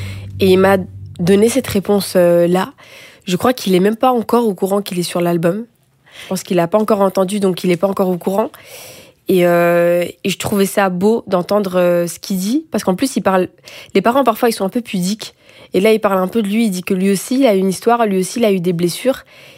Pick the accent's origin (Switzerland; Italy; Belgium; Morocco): Belgium; Brussels, Brussels-Capital Region; En fait, on savait déjà qui était l'autre, parce qu'on est de Bruxelles toutes les deux, donc on se connaissait déjà de loin.